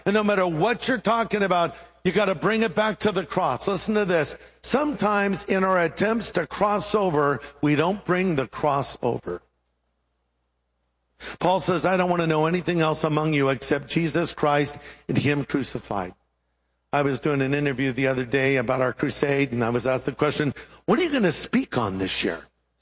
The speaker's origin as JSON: {"language": "English", "region": "California", "country": "United States", "said": "I'm not. I'm from California."}